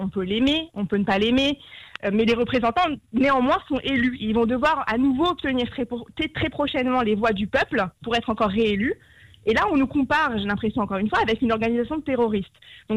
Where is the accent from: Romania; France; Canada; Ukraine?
France; en tant que Française